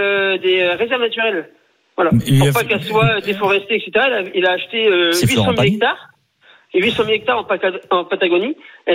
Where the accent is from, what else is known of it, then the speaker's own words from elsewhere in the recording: Hauts-de-France, France; je suis du Nord, mais rien de fou ça.